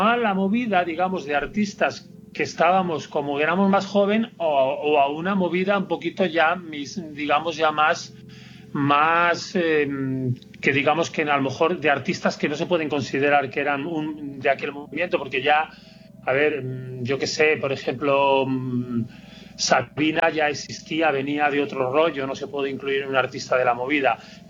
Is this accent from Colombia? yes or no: no; León, Castile and León, Spain; moved away as an adult; also born or lived in Bembibre, El Bierzo / Madrid / Bilbao / Barcelona; now in Berlin, Germany; Yo nací en El Bierzo, en Bembibre, pero de pequeño nos fuimos a vivir a León, y mi andadura musical empieza en León, en las orquestas.